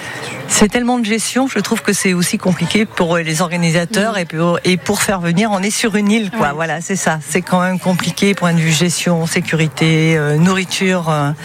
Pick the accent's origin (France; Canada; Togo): France; Ouessant, Brittany; moved away as an adult; Je suis née à Ouessant.